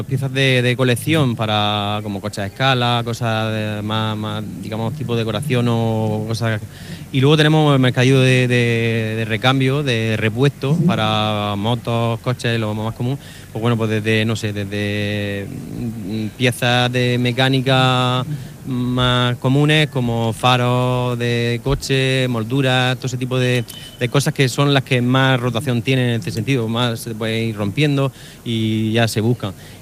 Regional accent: Spain; que nosotros somos españoles

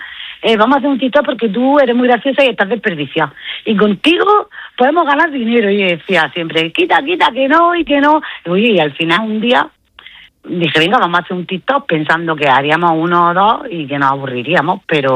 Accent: Region of Murcia, Spain; yo soy de Murcia y no hablo con la S

